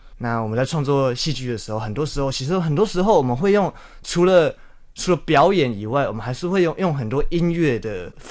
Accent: Taiwan

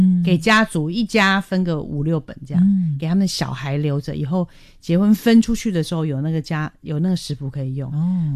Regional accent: Taiwan; also born or lived in Myanmar; 我其实是缅甸出生的华人，然后我2岁的时候来到台湾，然后家人也陆续过来，然后我们家人有缅甸的、泰国的都有。

